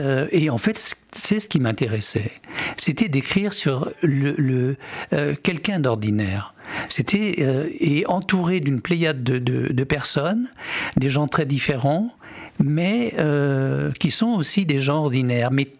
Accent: Nouvelle-Aquitaine, France; Pourquoi en Charente? Parce qu'en fait, c'est ma terre natale.

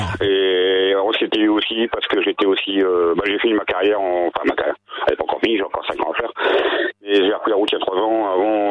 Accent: Hauts-de-France, France; Les Ch'tis parce qu'on est du Nord

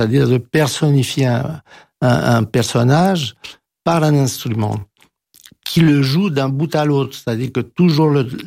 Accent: Romania; moved away; je suis roumain

